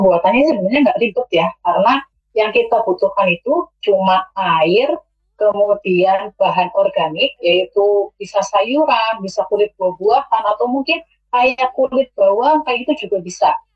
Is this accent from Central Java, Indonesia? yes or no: yes; Pekuncen, Central Java, Indonesia; now in Sukaraja, Indonesia; Kalau saya aslinya sih Pekunsen, cuma saya sekarang domisili di Karanganas, Sukaraja.